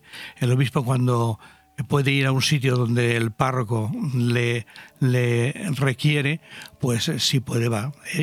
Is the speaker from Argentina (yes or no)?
no; Callosa de Sarria, Valencian Community, Spain; yo le dije al obispo que como estaba mi madre aquí viuda en esta zona, somos de Callosa de Sarria.